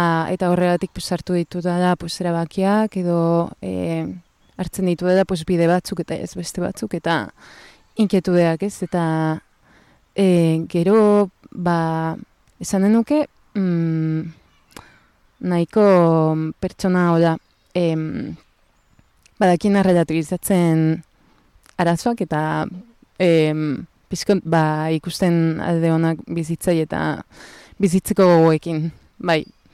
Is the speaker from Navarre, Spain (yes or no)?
no; Cádiz, Andalusia, Spain; lortu zuten pues establezitzea Andaluzian eta hor jaio ginen gu ni ta nere izpa. Eta Kadizen egon ginen bizitzen